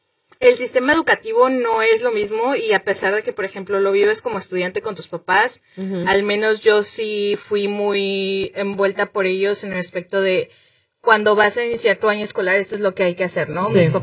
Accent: Mexico; moved away; Yo hablo digamos de la experiencia de México

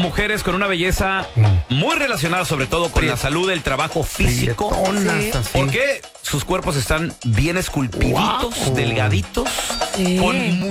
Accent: Chihuahua, Mexico; yo que soy de Chihuahua

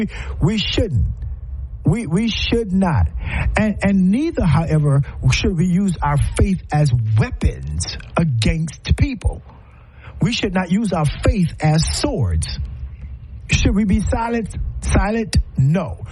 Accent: South Carolina, United States; my home state, South Carolina

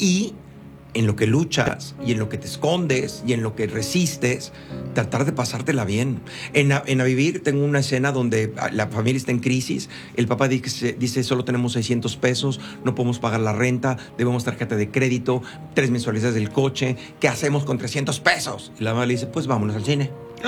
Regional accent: Mexico; O sea, que en mi país, en México, ahorita, estamos en una crisis tremenda.

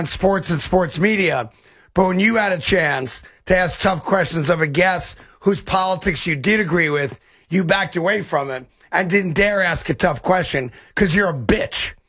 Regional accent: United States; as an American

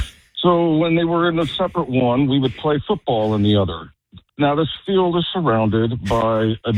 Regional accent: Monroe Township, New Jersey, United States; I'm 50 years old now, but I grew up in rural Monroe Township, Middlesex County.

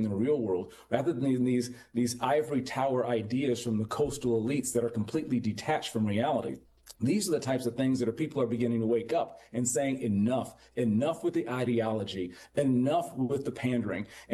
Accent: Detroit, Michigan, United States; I was raised in Detroit

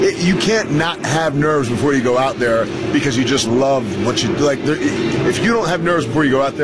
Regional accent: Maryland, United States; No, I'm actually from Maryland.

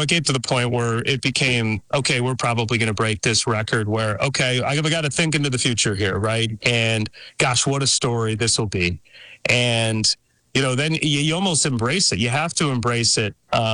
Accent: Detroit, Michigan, United States; born or raised there

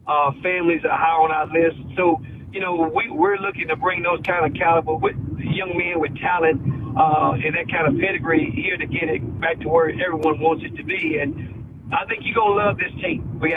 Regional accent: Waco, Texas, United States; I'm from Waco, Texas, where Baylor University is at.

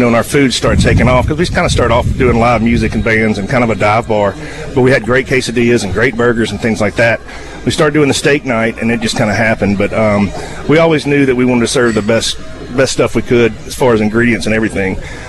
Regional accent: Hattiesburg, Mississippi, United States; it's my hometown, it's my alma mater

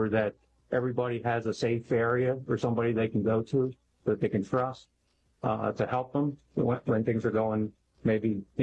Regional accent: Philadelphia, Pennsylvania, United States; also born or lived in Delaware County, Pennsylvania; I grew up in Philadelphia, and then later in life, through grade school in the Delaware County, which is a suburb of Philadelphia. I'm the oldest of four.

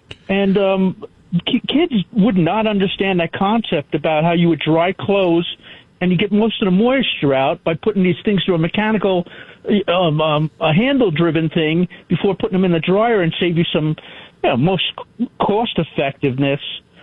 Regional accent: New Jersey, United States; Here's an expression for you, Jersey guy. I'm from Jersey.

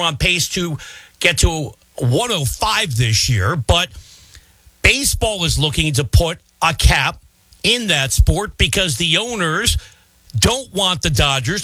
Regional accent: New York, United States; accent: New York; I know I over enunciate anyway just to hide my New York accent

